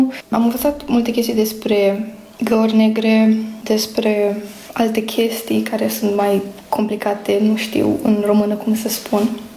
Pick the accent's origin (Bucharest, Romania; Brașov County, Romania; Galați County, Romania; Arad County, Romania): Arad County, Romania; Pecica; also born or lived in Cenadu Unguresc, Hungary; sunt din România, județul Arad, din localitatea Pecica. Am 13 ani